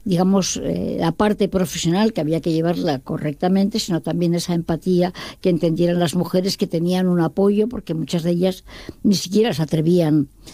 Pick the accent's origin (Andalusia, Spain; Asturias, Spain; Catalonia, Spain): Asturias, Spain; also born or lived in San Sebastián; yo nací casualmente en San Sebastián, al mes estaba en Asturias